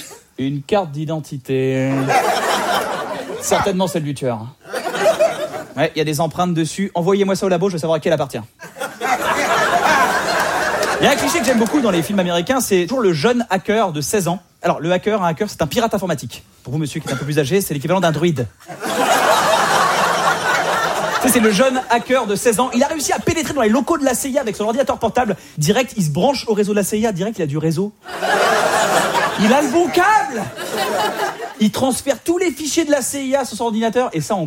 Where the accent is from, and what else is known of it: France